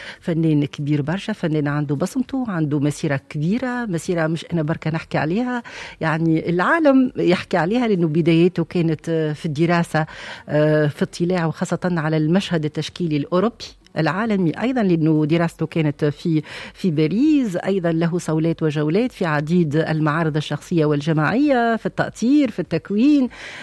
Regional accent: Tunisia; احنا تونس

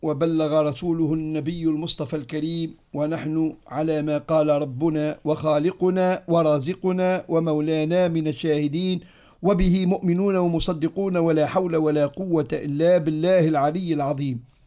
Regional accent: Tunisia; احنا عندنا في تونس عائلة المزي في طبربة

